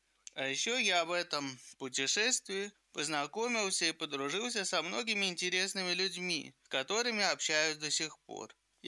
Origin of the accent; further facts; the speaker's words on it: Veliky Novgorod, Novgorod Oblast, Russia; Дорогие вологжане … я поэт из Великого Новгорода.